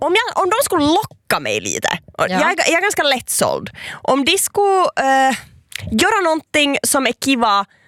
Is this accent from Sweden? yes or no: no; Ostrobothnia, Finland; jag är från Österbotten.